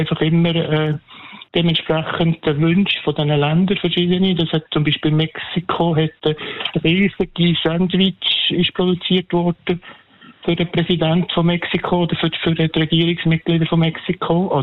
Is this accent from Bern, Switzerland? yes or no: yes; Bern, Switzerland; Ja, aber, ich bin Berner von mir gehört, also mit einem leichten Akzent und bin Langnau-Fan.